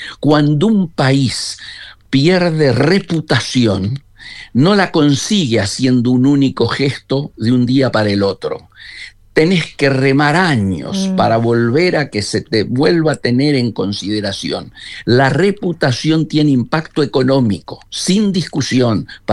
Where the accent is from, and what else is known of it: Argentina